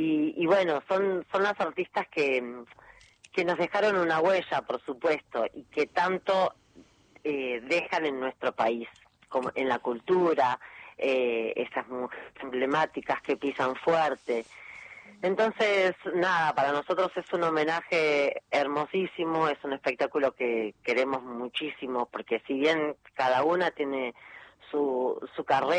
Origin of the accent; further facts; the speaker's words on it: Argentina; somos mujeres, somos argentinas, y claro, entonces